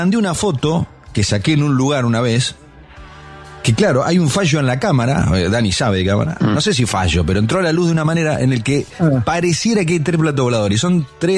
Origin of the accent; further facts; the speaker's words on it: General La Madrid, Buenos Aires Province, Argentina; sale en un medio de la zona, de mi pueblo, un supuesto plato volador arriba de unos silos, los silos de productores de General Lamadrid